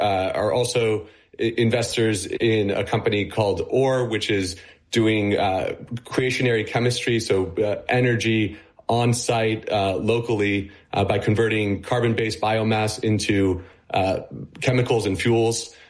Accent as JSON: {"language": "English", "country": "United States", "said": "Well, you know, me personally, I'm an American, and so we, you know, my firm is investing along what we could describe as the U.S.-Israel corridor."}